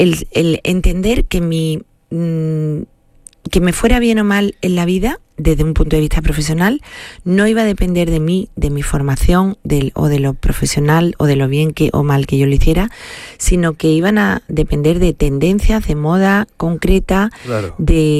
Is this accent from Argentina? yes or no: no; Seville, Andalusia, Spain; yo, amante de mi tierra, de mi gente, de mi familia, muy andaluza, muy sevillana, ¿sabes?